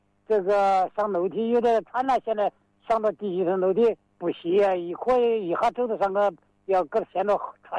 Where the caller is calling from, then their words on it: Zhongxiang, Hubei, China; 我是中祥啊，石牌镇呢。